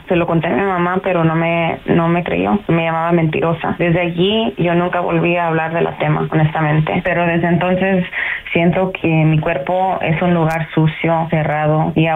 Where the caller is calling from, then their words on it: Aurora, United States; soy de aquí de Aurora.